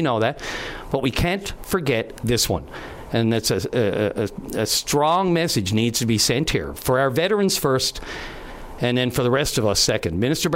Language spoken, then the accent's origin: English; Newfoundland and Labrador, Canada; It offended me as a Newfoundlander.